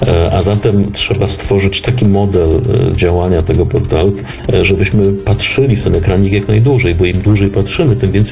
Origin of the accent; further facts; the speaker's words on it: southern Poland, Poland; ja się wychowywałem na południu Polski